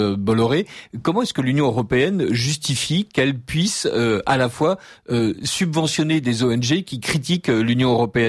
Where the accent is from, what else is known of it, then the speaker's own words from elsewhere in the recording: France; nous, on est français